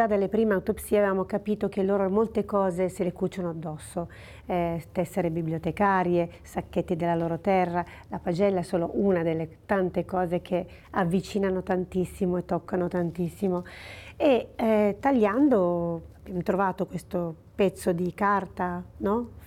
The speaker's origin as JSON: {"language": "Italian", "town": "Pontestura", "region": "Piedmont", "country": "Italy", "tie": "born or raised there", "said": "Io so che … al mio paese natio, che è Pontestura, che è vicino a Casale Monferrato di Pontestura, perché sanno che lavoro sulle ossa."}